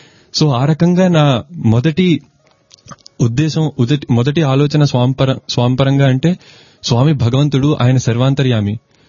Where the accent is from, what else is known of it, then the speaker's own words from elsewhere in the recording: Visakhapatnam, Andhra Pradesh, India; శ్రోతలందరికీ సాయిరామ్ … నేను విశాఖపట్నం నుంచి వచ్చాను.